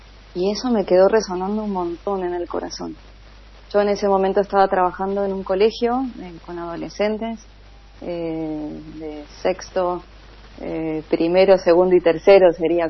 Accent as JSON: {"language": "Spanish", "region": "Buenos Aires", "country": "Argentina", "said": "Soy argentina, soy de acá de Buenos Aires, aunque de mí viví en el campo, viví en la provincia hasta los 7 años."}